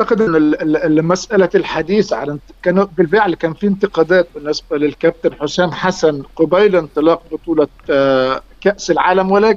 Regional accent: Egypt; يعني كمصري

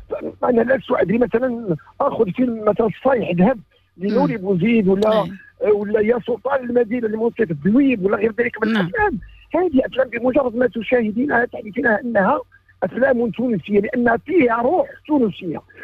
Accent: Morocco; أو ما نسميه عندنا في المغرب التمغربيت.

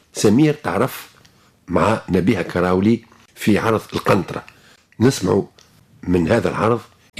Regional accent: Tunisia

